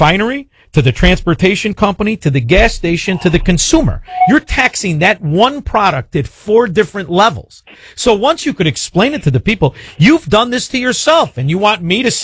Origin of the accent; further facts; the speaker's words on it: Chicago, Illinois, United States; I'm from Chicago.